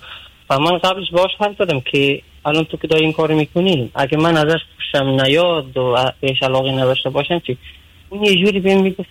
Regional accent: Afghanistan; now in Europe; من اهل افغانستان هستم و تقریبا 4 سال که به اروپا مهاجرت کردم.

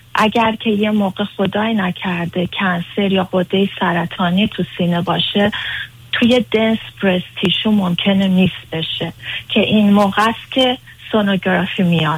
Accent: Iran; من میگم چون خودم ایرانی هستم و همیشه هم یه ارادت خاصی به هموطنهای خودم داشتم

